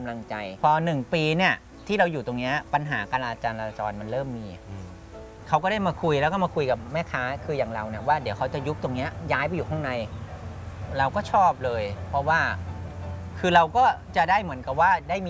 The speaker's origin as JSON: {"language": "Thai", "region": "Lopburi", "country": "Thailand", "tie": "born or raised there", "said": "าบ้านผมอยู่ลพบุรีอยู่ลำลายที่ไอ้ผมเอามะนาวมาขาย"}